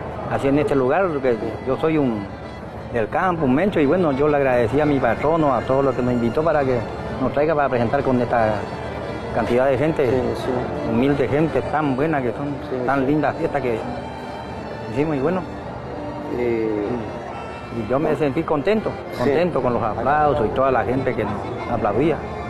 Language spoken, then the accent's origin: Spanish; Caracatí, Corrientes, Argentina; now in Loreto, Argentina; Yo soy de General Paz